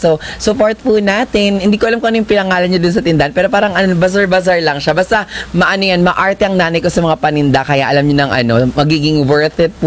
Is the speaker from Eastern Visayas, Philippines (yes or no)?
no; Cavite, Calabarzon, Philippines; Yung mga kababayan ko po sa Cavite